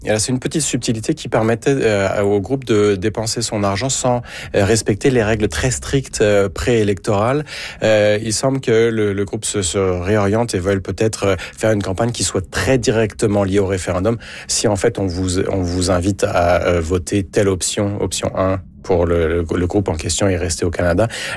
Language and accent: French; Pays de la Loire, France; Moi, j'ai grandi dans une région de l'ouest de la France qui s'appelle l'Anjou.